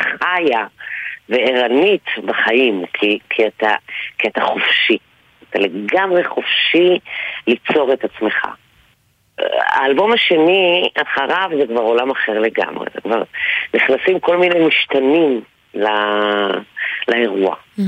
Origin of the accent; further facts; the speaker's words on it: Beersheba, Southern District, Israel; born there; moved away as an adult; now in Tel Aviv, Israel; אני באה מבאר שבע, הגעתי למרכז בערך בגיל 20